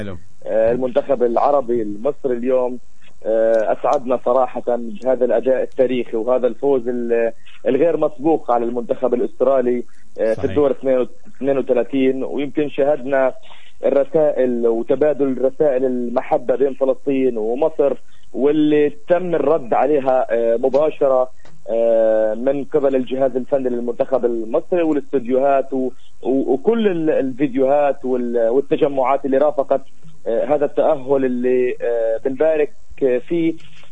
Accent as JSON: {"language": "Arabic", "country": "Palestine", "said": "لنا كفلسطينيين"}